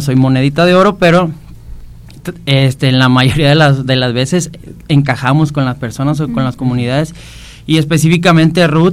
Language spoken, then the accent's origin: Spanish; Jalisco, Mexico; donde yo soy, de ahí de Jalisco, saludos a todos los de Jalisco.